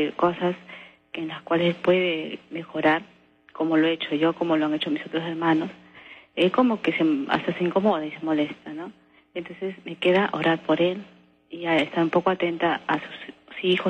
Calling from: Lima, Peru; Soy de acá de Lima.

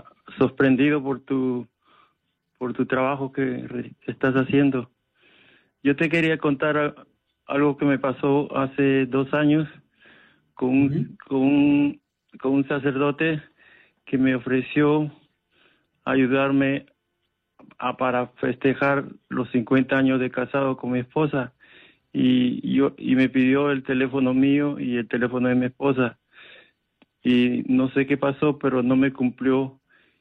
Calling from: Jesús María, Lima, Peru; De acá, de Jesús María

